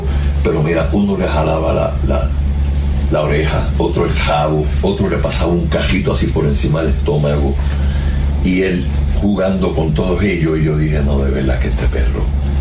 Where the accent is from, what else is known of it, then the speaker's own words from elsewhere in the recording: Puerto Nuevo, Puerto Rico; donde yo vivo ahora temporalmente, que es al lado de mi madre, donde yo me crié en Puerto Nuevo